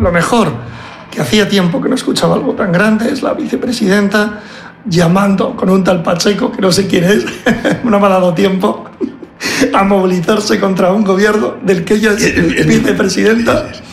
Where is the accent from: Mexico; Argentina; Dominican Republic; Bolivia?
Mexico; Mexico City; Yo vengo de Ciudad de México, igual no he visto las pirámides, he visto otras cosas.